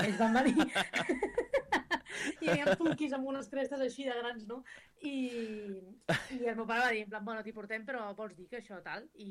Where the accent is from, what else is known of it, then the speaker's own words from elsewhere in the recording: Vilassar de Dalt, Catalonia, Spain; jo soc de Vilassar de Dalt